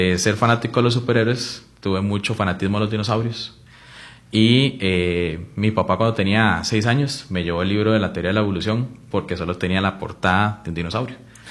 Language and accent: Spanish; Guadalupe, Cartago, Costa Rica; yo soy de Guadalupe de Cartago